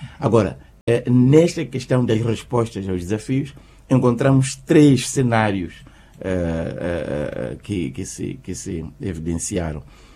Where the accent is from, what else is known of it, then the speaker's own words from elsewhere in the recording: Mozambique; todos nós, como moçambicanos, através do exercício da nossa participação